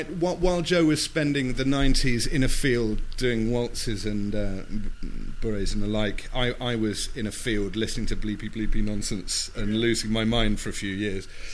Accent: South West England, United Kingdom; I'm from the Cotswolds, and for my sins, I was a Morris dancer.

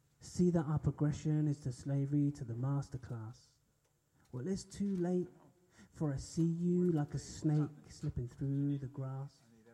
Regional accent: East of England, United Kingdom; I grew up in Norfolk, on the Norfolk-Cambridge border, and I'm the youngest of seven

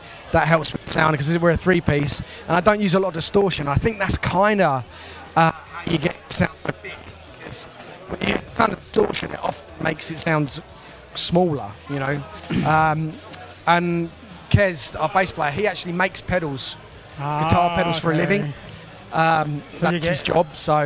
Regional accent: London, United Kingdom; But I grew up in London, so that's kind of how it started, really.

